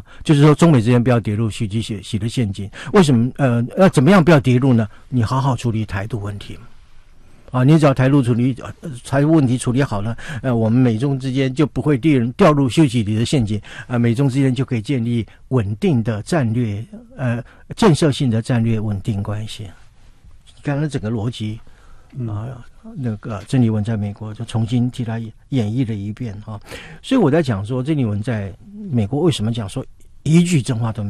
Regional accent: Taiwan; 我们台湾人很善良了

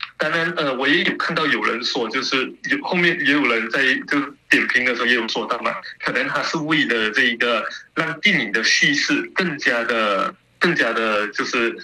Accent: Malaysia; accent: Malaysian; 我用我们马来西亚的口音

